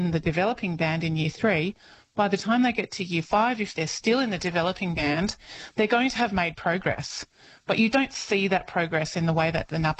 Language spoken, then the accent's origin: English; Walcha, New South Wales, Australia; now in Armidale, Australia; I'm in Armidale, and I said to your producer I was from Walca